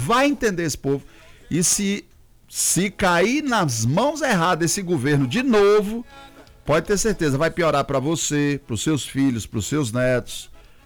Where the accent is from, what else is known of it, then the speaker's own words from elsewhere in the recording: Jussari, Bahia, Brazil; Um abraço para Márcia e também Jadiel em Itaju, Jussari, minha terra natal.